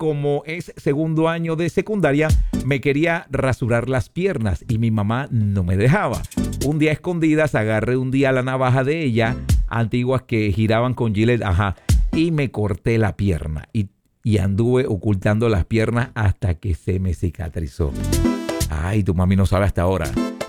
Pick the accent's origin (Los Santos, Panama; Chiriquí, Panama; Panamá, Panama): Panamá, Panama; Panama City; born there